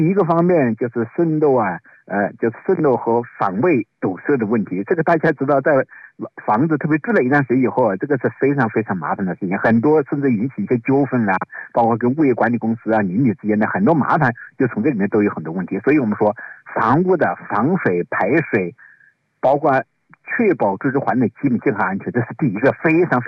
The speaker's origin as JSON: {"language": "Chinese", "country": "China", "said": "我们中国人"}